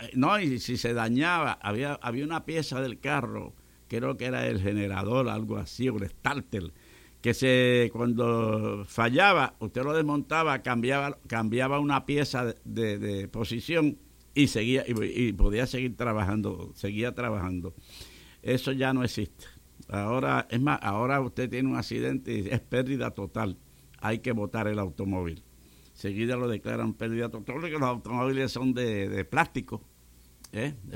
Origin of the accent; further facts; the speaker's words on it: Puerto Rico; moved away; En Puerto Rico, que había una vez un mecánico, le decían Negri, allá en mi pueblo